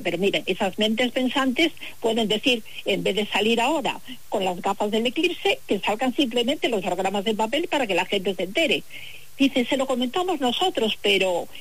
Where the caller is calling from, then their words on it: Pontevedra, Galicia, Spain; Desde aquí, de Pontevedra Capital.